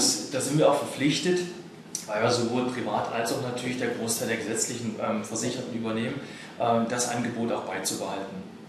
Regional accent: Halle, Saxony-Anhalt, Germany; Ich komme aus Halle.

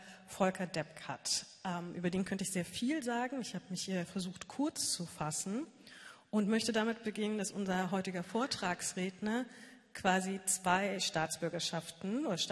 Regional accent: Wernigerode, Saxony-Anhalt, Germany; ich komme auch aus Wernigerode, bin hier aufgewachsen, geboren und aufgewachsen

